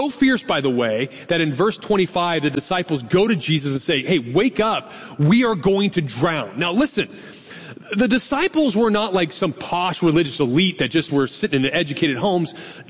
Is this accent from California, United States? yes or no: yes; Carmichael, California, United States; I actually grew up and am from Carmichael. But I learned very quickly at Biola, when I said I was from Carmichael, nobody knew what I meant.